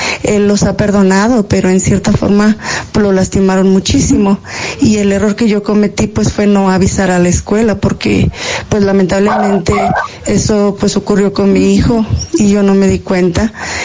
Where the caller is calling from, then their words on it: San Luis Potosí, Mexico; de San Luis Potosí